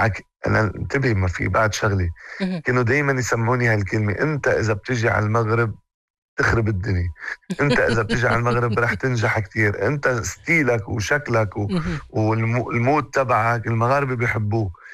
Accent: Lebanon; يعني من تاريخ ما أنا ظهرت من لبنان، ولبنان يعني من حرب لحرب

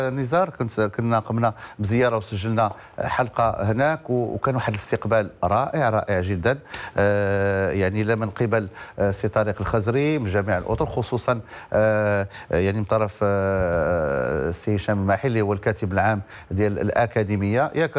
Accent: Morocco; احنا من المغرب

